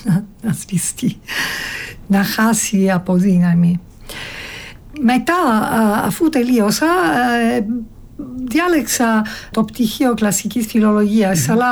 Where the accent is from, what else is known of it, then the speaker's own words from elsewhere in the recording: Palermo, Sicily, Italy; Greek is a second language; γεννήθηκα στο Παλέρμο, Σικελία. Και εκεί πήγα πρώτα σχολείο, ήταν το κλασικό λύκειο